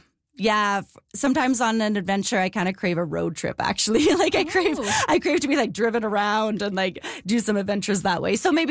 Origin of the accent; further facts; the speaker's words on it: Flin Flon, Manitoba, Canada; born there; I was born in Flin Flon.